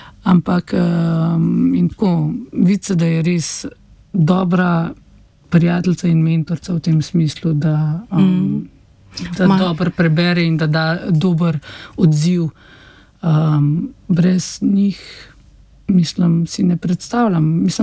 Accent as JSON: {"language": "Slovenian", "region": "Upper Carniola", "country": "Slovenia", "tie": "born or raised there", "said": "mi, ko smo bili otroci, jaz sem iz Gorenjske, smo hodili v Lesce"}